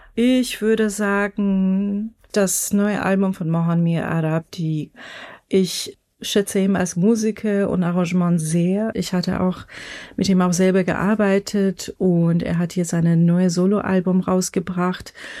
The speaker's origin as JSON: {"language": "German", "country": "Iran", "second_language": "German", "moved": "yes", "lives_now": "Germany", "said": "ich komme aus dem Iran und lebe jetzt gerade in Deutschland, und dass man mit mehrere Identität zu tun hat, dass man immer wieder an der Suche ist, eine Zugehörigkeit zu finden"}